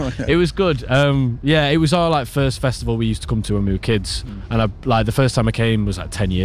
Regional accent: Dronfield, East Midlands, United Kingdom; so I do Sheffield gigs and go, I'm from Dromfield, and I get boos normally.

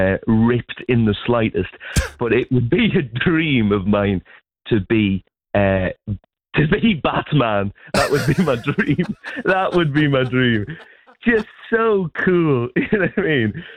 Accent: North East England, United Kingdom; accent: Northeast

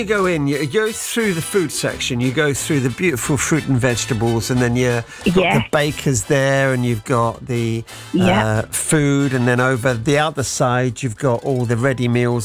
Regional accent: United Kingdom; because I'm British

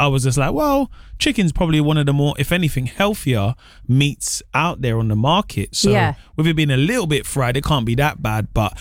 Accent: London, United Kingdom; I'm from London.

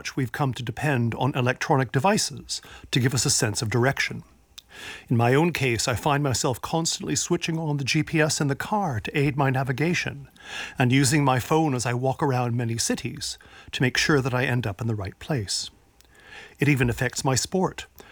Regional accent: Toronto, Ontario, Canada; Growing up in Toronto, I can remember using a city street guide, which listed the names of all the thoroughfares, the crossroads, and the street numbers

